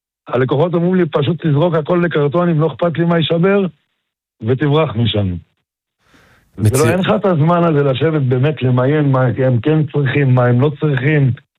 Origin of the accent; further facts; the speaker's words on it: Marjayoun, Nabatieh Governorate, Lebanon; moved away; אני גדלתי בצד השני, נולדתי שמה.